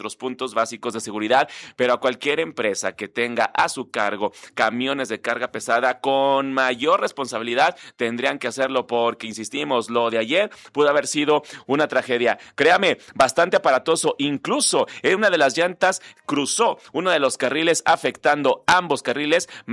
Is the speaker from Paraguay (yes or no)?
no; Mexico; así somos los mexicanos